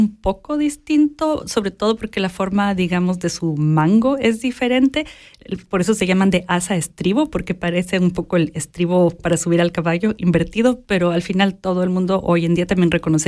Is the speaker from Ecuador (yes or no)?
yes; Ecuador; moved away as an adult; also born or lived in Quito; now in Switzerland; yo como ecuatoriana